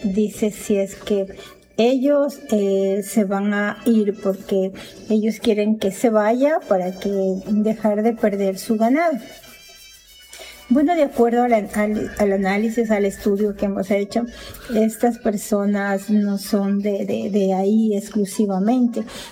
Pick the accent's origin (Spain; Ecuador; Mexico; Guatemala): Ecuador; Sí, yo soy ecuatoriana. La bandera de mi bello país, el Ecuador, está fuera de mi casa.